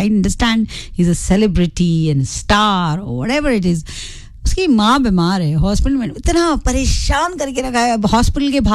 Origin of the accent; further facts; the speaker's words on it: Mumbai, Maharashtra, India; मैं खुद मुंबई से हूँ, फिर मैंने एक को बोला कि भाई देख मैं भी मुंबई से हूँ